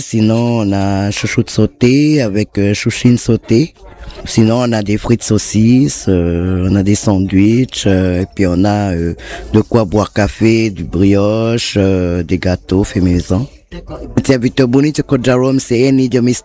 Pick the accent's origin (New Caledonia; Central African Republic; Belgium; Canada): New Caledonia; La Roche, Loyalty Islands Province; Je viens de la tribu de La Roche.